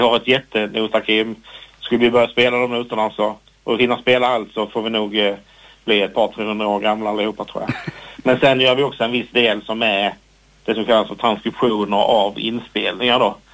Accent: Kristianstad, Skåne, Sweden; Jag kom från Kristianstad från början, den var den ganska stark. Sen kom jag till Lund i mitten på 90-talet

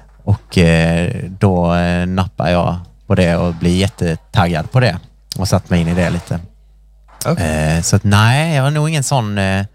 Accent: Staffanstorp, Skåne, Sweden; Jag kommer från Staffanstorp, det är lite utanför.

